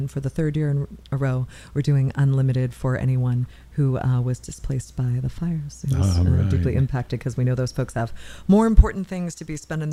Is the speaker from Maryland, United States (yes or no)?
yes; Baltimore, Maryland, United States; accent: Baltimore; moved away; I'm originally from Baltimore. My accent came out. I am from Baltimore.